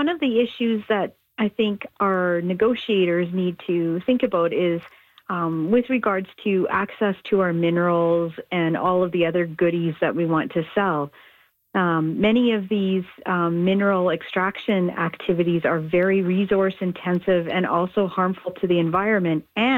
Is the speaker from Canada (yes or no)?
yes; Canada